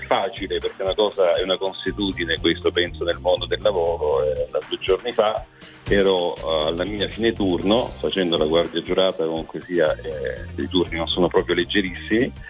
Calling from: Brindisi, Apulia, Italy; Da Brindisi chiamo

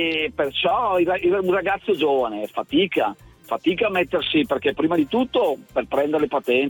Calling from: Reggio Emilia, Emilia-Romagna, Italy; Chiamo da Reggio Emilia, adesso sono verso Rimini

